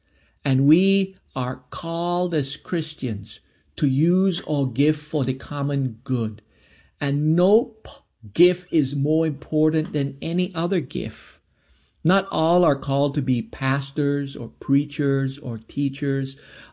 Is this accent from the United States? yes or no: no; Belize; moved away; I'm originally from Belize.